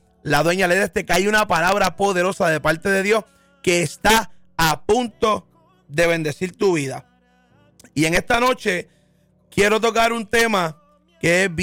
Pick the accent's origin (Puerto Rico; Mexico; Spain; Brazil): Puerto Rico; como puertorriqueños, como boricua que somos